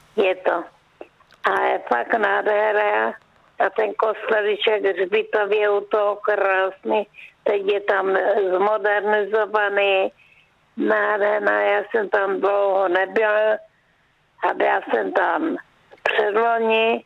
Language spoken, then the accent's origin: Czech; Jeseníky, Czechia; also born or lived in Moravian Wallachia; now in Krnov, Czech Republic; A Váchy, to je moje rodiště, naše se přestěhovali po válce 45. na Jeseníky, tak jsem tam vyrůstala. A tam jsem chodila na ty Javorníky a to tam to znám.